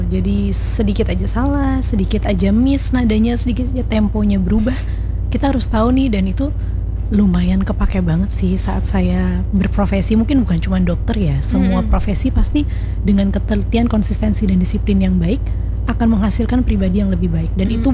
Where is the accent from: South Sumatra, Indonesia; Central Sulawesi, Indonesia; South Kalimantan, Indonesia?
South Kalimantan, Indonesia; Banjarbaru; also born or lived in Jakarta / Malang; Awalnya saya lahir emang di Jakarta. Soalnya bapak ibu saya dari Jakarta, terus karena penempatan tugas jadi dokter tadi di Martapura dan Banjarbaru, jadi dari kecil saya di Banjarbaru sampai sekarang. Udah jadi kerja PP Banjarbaru Banjarmasin aja sih.